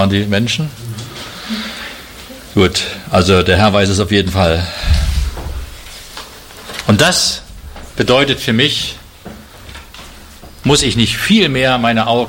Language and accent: German; Jena, Thuringia, Germany; Ich fahre ab und zu die A4, komme an meiner alten Heimatstadt vorbei, Jena.